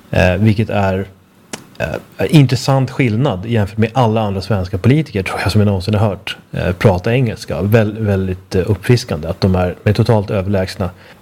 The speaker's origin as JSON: {"language": "Swedish", "country": "Sweden", "said": "För det som de flesta svenskar gör när de pratar engelska, inklusive jag själv är ett exempel på det här"}